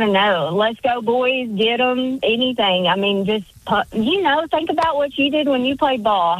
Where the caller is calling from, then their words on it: Adams, Tennessee, United States; We are from Adams, Tennessee. We're a little bigger than Mountain Pine.